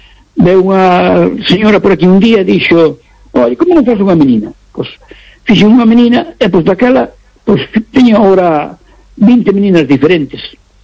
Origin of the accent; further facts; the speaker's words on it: Cedeira, Galicia, Spain; Eu son de Tasafor de Cedeira, sí.